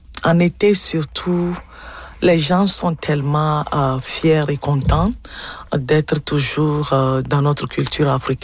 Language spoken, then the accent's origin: French; Togo; now in Winnipeg, Canada; je suis togolaise